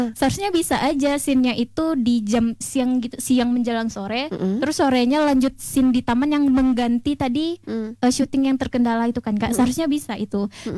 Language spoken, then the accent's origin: Indonesian; West Sumatra, Indonesia; Iya, terus tadi kan kita kan ini Minang.